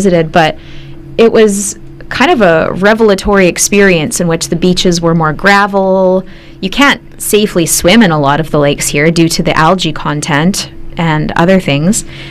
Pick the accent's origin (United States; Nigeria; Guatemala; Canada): Canada; Saskatchewan; now in Alberta, Canada; I'm from Saskatchewan originally. And the lakes are, I mean, I haven't been in many years, but growing up, the lakes were gorgeous in my home province. And then when I moved to Alberta